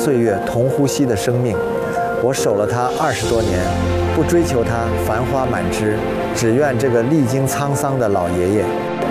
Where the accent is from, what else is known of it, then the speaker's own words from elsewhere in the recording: Inner Mongolia, China; moved away; 我是内蒙人，我出生在林区，就是我的生活的底儿就是和树打交道。